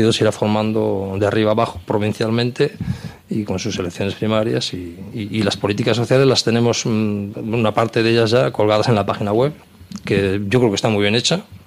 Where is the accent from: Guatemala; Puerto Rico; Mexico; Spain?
Spain; Navarre; Vamos, yo soy navarro, vasco-navarro